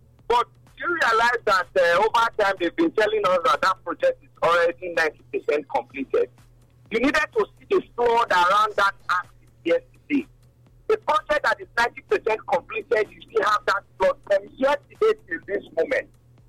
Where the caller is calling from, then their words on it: Edo, Nigeria; I'm calling from Oselo. Presently.